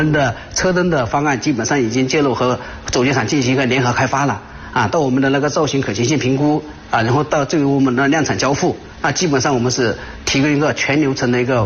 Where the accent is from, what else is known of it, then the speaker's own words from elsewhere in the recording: China; 我们中国人